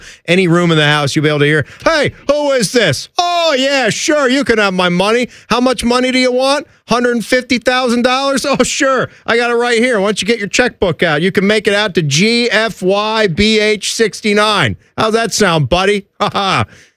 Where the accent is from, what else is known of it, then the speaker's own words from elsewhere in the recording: Virginia, United States; We're from Virginia.